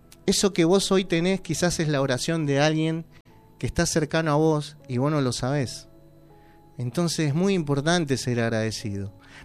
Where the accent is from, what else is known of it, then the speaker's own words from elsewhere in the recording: Argentina; los argentinos somos especialistas en hacer monumentos